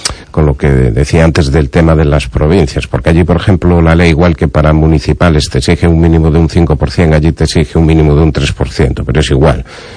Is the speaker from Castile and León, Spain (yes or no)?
no; Galicia, Spain; más importante somos los gallegos